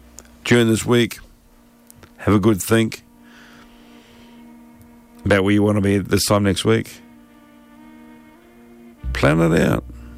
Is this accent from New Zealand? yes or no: yes; New Zealand; We just heard, you know, I'm a Kiwi.